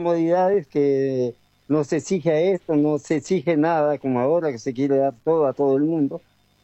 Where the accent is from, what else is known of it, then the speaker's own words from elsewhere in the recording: Pepe Núñez, Salto, Uruguay; yo me crié en campaña, en Pepe Núñez, departamento de Salto